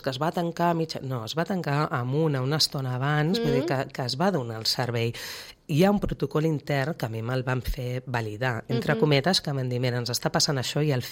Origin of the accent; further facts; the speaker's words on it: Sitges, Catalonia, Spain; és el meu poble també